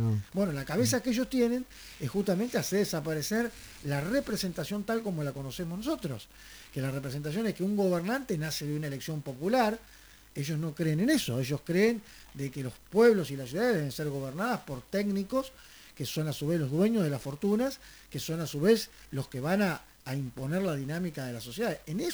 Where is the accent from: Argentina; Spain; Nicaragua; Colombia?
Argentina